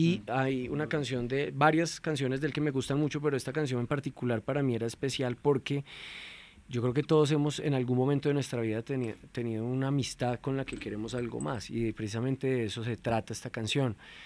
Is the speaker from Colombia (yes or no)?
yes; Bogotá, Colombia; Yo soy bogotano, orgullosamente bogotano.